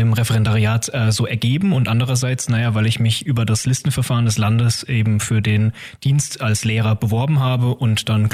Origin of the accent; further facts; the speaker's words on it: Karlsruhe, Baden-Württemberg, Germany; born there; accent: Bavarian; moved away; Ich komme aus der Konkurrenzregion zu Schwaben, nämlich aus Baden, aus der schönen Stadt Karlsruhe. Und den Dialekt kann ich zwar selbst nicht, weil meine Familie ursprünglich aus Bayern kommt und dementsprechend eher das Bayerische drin ist. Auch nur dann, wenn mit mir Bayerisch gesprochen wird, interessanterweise.